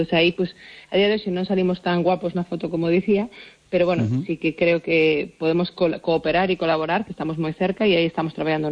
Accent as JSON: {"language": "Galician", "region": "Galicia", "country": "Spain", "said": "Pero a nivel galega, como galega falando, eu creo que é importante que consiguiéramos máis fondos ou máis capital galego invertindo nestas iniciativas."}